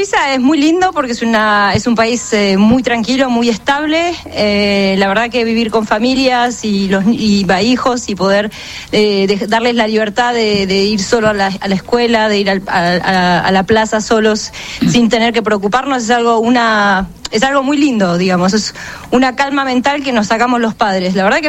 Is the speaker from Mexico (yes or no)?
no; Argentina; now in Switzerland; así que aunque tenga pasaporte suizo, yo soy argentina, pero desde el cajón, hasta la muerte soy argentina.